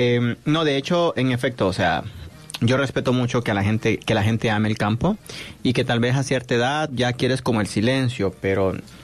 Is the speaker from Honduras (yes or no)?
yes; Honduras; moved away